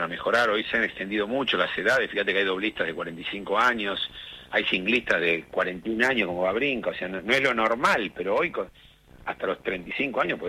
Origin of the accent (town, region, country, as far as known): Argentina